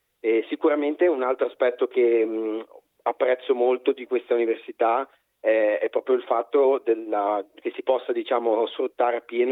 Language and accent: Italian; Genoa, Liguria, Italy; moved away as an adult; E io vengo da Genova, quindi sono anch'io studente fuori sede